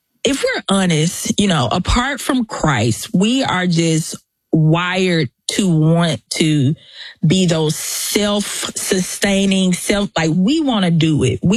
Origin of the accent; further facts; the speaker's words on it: Mississippi, United States; accent: Southern; I grew up in a little small missionary Baptist church, and I'm from Mississippi. Like I said, you hear the Southern accent